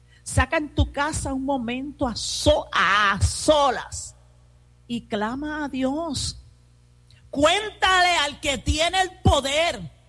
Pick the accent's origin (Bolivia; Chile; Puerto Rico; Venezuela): Puerto Rico; No, tú lo coges como buena puertorriqueña, hasta por las greñas.